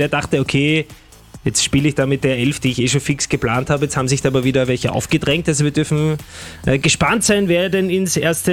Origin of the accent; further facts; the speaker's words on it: Austria; die suchen wir erstens mal gern als Österreicher